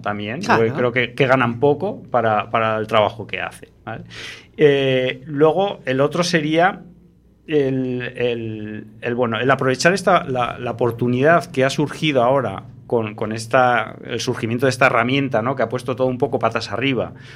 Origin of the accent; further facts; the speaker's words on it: Basque Country, Spain; Luego dicen de los gallegos y los vascos. Ya, yo soy vasco.